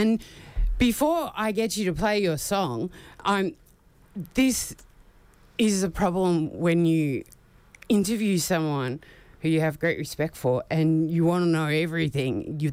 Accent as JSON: {"language": "English", "town": "Wapengo", "region": "New South Wales", "country": "Australia", "tie": "born or raised there", "said": "I grew up in Cherbourg. Wappingo, which is in between Tarthra and Bermagui on south coast. Yeah. And I grew up with incredible ties to the First Nations community there"}